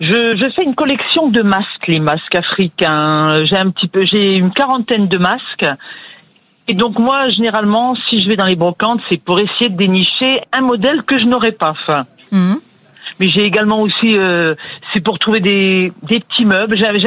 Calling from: Grand Est, France; Moi je vous appelle de la Moselle, d'Audenlitiche, à la frontière luxembourgeoise.

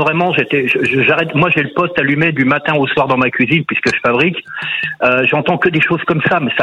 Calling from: Pays de la Loire, France; tout près de chez moi, à Saint-Nazaire

